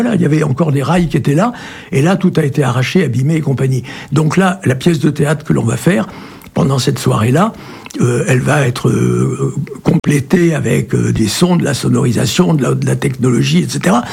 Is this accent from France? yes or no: yes; Périgueux, Nouvelle-Aquitaine, France; born there; Alors moi je suis né à Périgueux